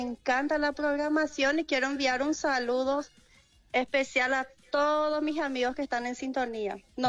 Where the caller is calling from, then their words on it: Pedro Juan Caballero, Amambay, Paraguay; Acá del barrio Mariscal Estigarribia.